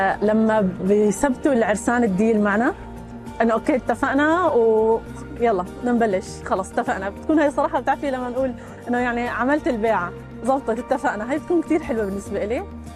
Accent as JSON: {"language": "Arabic", "town": "Aleppo", "region": "Aleppo Governorate", "country": "Syria", "moved": "yes", "lives_now": "Turkey", "said": "انا من حلب"}